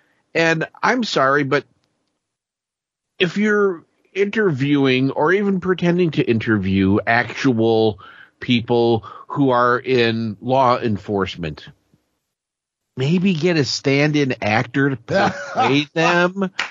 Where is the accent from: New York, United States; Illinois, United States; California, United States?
Illinois, United States; Peoria; because I'm from Peoria.